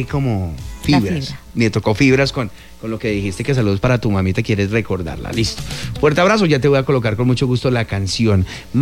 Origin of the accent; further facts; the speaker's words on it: Venezuela; Es que ya iba a decir, es que soy venezolana.